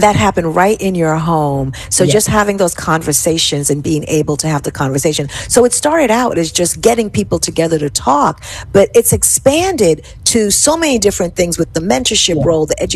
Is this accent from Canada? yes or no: no; Jamaica; I'm Jamaican.